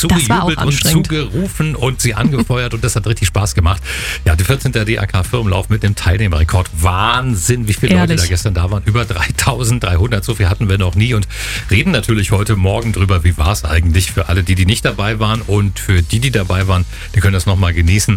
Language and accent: German; Lusatia, Germany; also ich bin Lausitzer